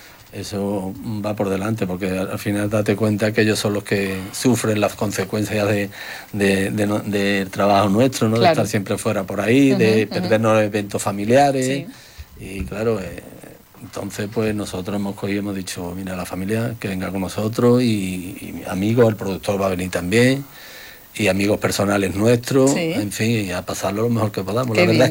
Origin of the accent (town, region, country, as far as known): Morón, Andalusia, Spain